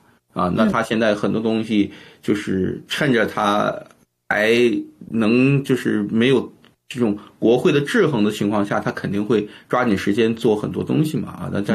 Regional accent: Canada; 所以我作为加拿大人，

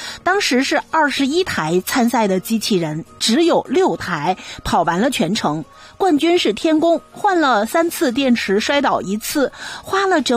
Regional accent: Toronto, Ontario, Canada; 每年这2次比赛对于咱们多伦多人来讲

